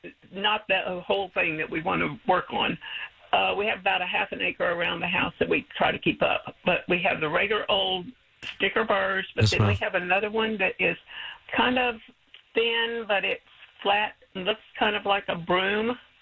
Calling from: Caldwell County, Texas, United States; I'm Caldwell County.

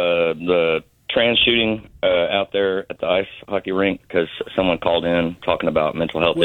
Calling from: Illinois, United States; I'm calling from Southern Illinois.

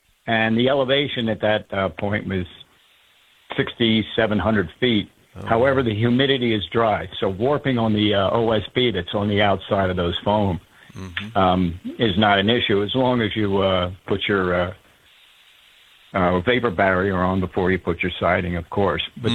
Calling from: Montana, United States; I'm calling you from Montana

